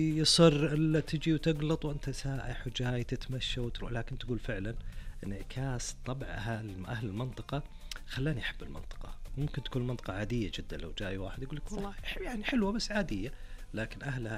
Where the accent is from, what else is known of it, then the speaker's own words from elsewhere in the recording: Saudi Arabia; خاصة لبعض المناطق عندنا في المملكة العربية السعودية، يستمتعون بالأجواء.